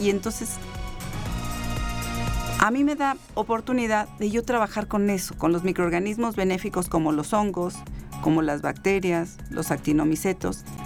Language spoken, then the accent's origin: Spanish; Querétaro, Mexico; Yo soy de Querétaro.